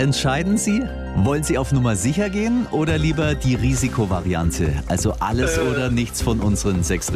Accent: Baden-Württemberg, Germany; da bin ich voll dabei als Schwabe.

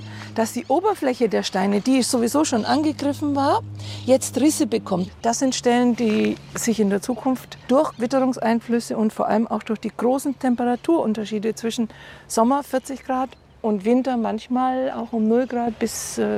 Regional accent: Donauwörth, Bavaria, Germany; moved away as an adult; now in Athens, Greece; Ich komme aus Donauwörth.

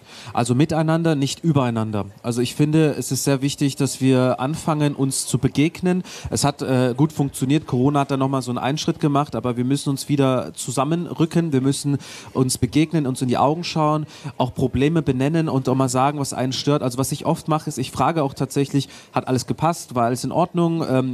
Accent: Aachen, North Rhine-Westphalia, Germany; born or raised there; moved away

